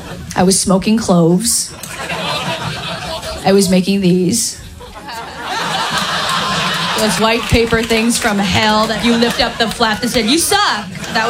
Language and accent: English; San Francisco, California, United States; I was raised in San Francisco. I went to Lowell High School.